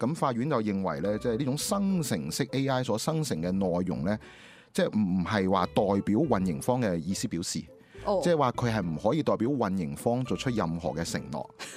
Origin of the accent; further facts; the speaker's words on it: Guangdong, China; 我哋廣東人講嘅老作